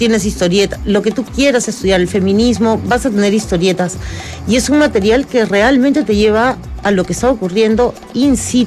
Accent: Peru

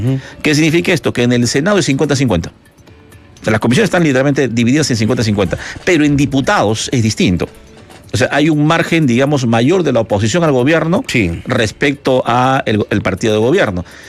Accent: Peru; Muchos países reconocen el logro peruano

